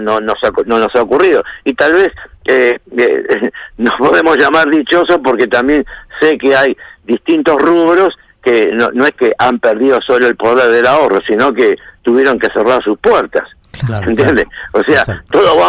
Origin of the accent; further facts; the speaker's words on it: Argentina; como argentino nunca dejamos de ser optimistas